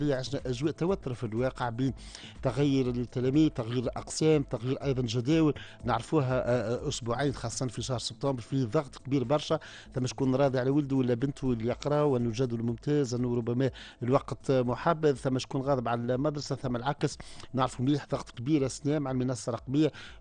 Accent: Tunisia; عندنا في تونس

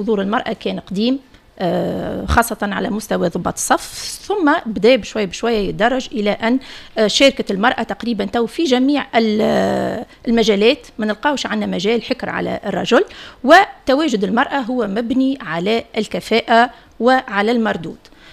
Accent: Tunisia; نحمي الوطن متاعنا ونحمي عائلاتنا ومجتمعنا التونسي

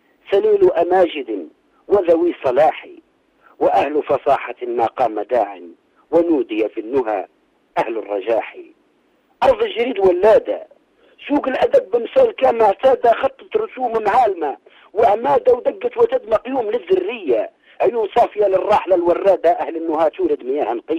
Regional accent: Tozeur Governorate, Tunisia; born there; نمدح جريد العز عز الغاية على حبة ثرى جنوبية حياة أهلي وناسي ومدحت أرض جدود مسقط راسي

